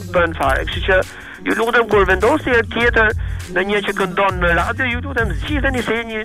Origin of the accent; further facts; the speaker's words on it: Korçë, Korçë County, Albania; Po jam nga Korça, mos e në Korçë jam rritur tash.